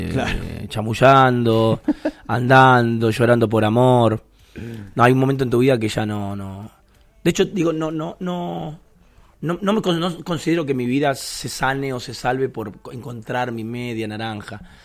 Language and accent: Spanish; Buenos Aires, Argentina; nosotros en Buenos Aires y Capital perdimos, que es un poquito de dónde venimos